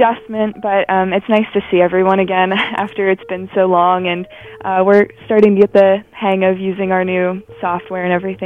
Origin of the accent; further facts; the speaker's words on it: Bridgeville, Pennsylvania, United States; I'm from Bridgeville, about 20 minutes out of Pittsburgh. And I go to South Fayette High School.